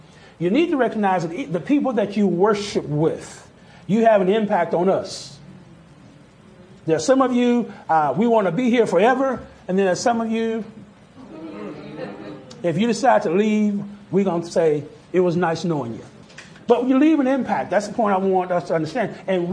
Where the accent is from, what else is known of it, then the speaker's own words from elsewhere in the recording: the South, United States; now in Oklahoma City, United States; Now, I grew up in the South, so I didn't know nothing about Oklahoma other than it was cowboy state, based on TV and stuff like that.